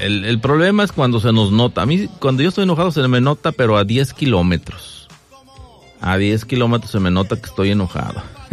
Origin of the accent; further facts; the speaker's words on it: Mexico; ¿De dónde vienes? De México.